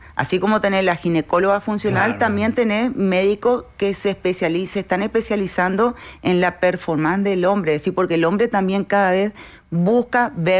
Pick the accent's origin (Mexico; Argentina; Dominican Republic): Argentina; moved away as an adult; now in Paraguay; yo soy argentina, yo vine en el 2001